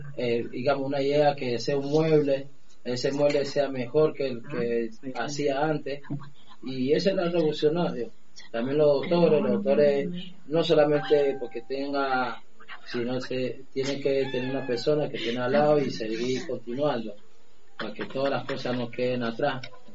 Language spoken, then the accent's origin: Spanish; Colombia; vengo de Colombia